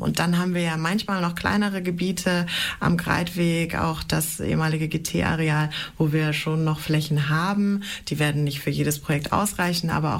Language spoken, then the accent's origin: German; Göttingen, Lower Saxony, Germany; born there; Ich als gebürtige Göttingerin